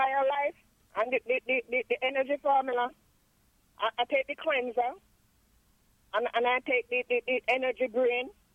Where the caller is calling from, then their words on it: Margate, Florida, United States; I'm in Hollywood now at work, but I live in Margate.